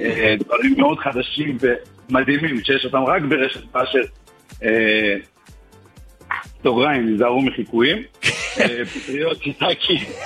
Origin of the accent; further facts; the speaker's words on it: Jerusalem, Jerusalem District, Israel; אני ירושלמי במקור